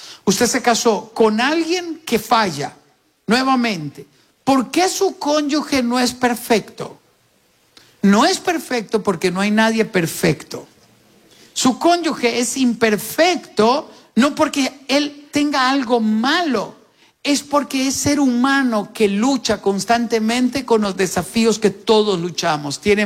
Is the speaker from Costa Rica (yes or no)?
yes; Costa Rica; yo a veces pienso como tico